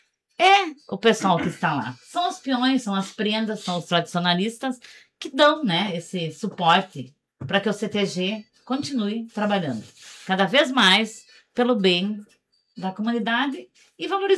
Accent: Rio Grande do Sul, Brazil; todos somos gaúchos

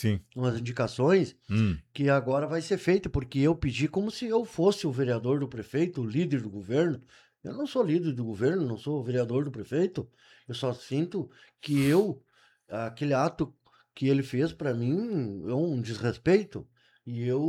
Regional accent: Santa Bárbara do Sul, Rio Grande do Sul, Brazil; eu sou da comunidade de Santa Bárbara do Sul

